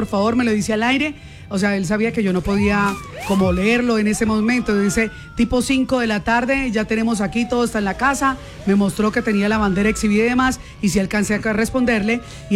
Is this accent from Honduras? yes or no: no; Colombia; Somos tan berracos que aquí a todo le ponemos gracia, a todo, así somos los colombianos.